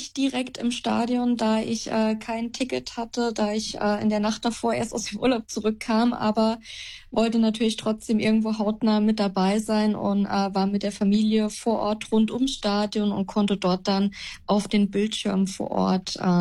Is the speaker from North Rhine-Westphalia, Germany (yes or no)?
no; Elversberg, Saarland, Germany; Früher, wenn irgendjemand gefragt hat, ja, wo kommst du her, habe ich dann nie direkt Elversberg gesagt, weil es kein Mensch gekannt hatte. Da hat man dann immer auf Saarbrücken oder sowas ausgewichen.